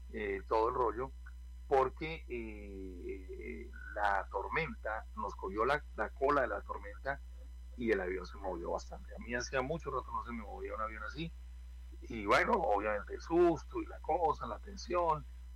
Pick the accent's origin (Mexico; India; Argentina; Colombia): Colombia; en Colombia, como todo lo queremos gratis, y sobre todo en mi tierra